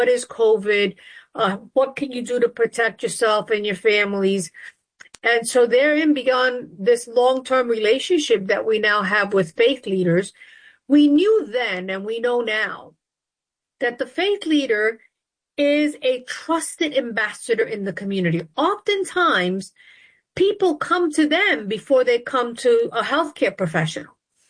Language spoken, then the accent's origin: English; New York City, New York, United States; also born or lived in Newark, New Jersey; I grew up in the South Bronx. And we lived in the Bronx and commuted to church every day in Harlem. And I grew up during the civil rights movement.